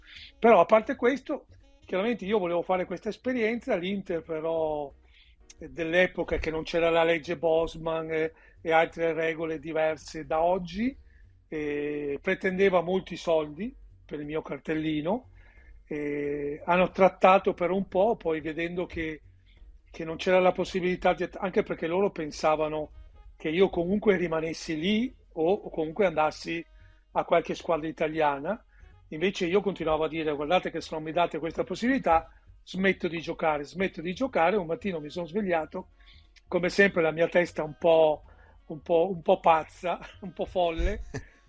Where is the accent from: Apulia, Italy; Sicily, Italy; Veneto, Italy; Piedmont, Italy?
Veneto, Italy; Io giocavo in una squadretta del mio paese, in Veneto